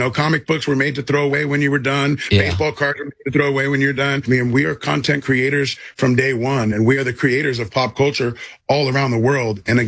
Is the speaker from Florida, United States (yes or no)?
no; Hollywood, California, United States; now in Tulsa, United States; I grew up in Hollywood in the San Fernando Valley, and that's where everything is filmed besides, you know?